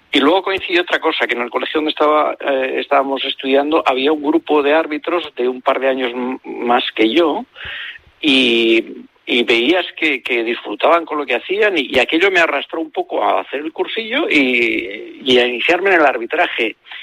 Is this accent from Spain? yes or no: yes; Cantavieja, Aragon, Spain; Yo estaba estudiando en Teruel, en una residencia de estudiantes, porque soy un pobrecito de Cantavieja.